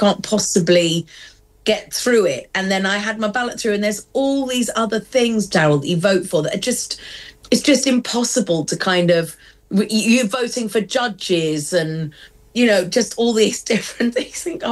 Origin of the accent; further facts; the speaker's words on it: United Kingdom; now in United States; As a Brit, like, I'm sorry, and also an American who gets to vote.